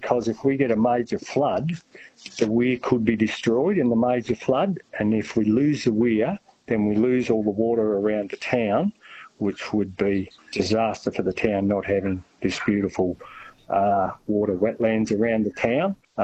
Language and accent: English; Jeparit, Victoria, Australia; Jeparit. I grew up there, went to school there, spent my life in Jeparit until I was 17. Both my parents were born and bred in Jeparit. My father lived on the river.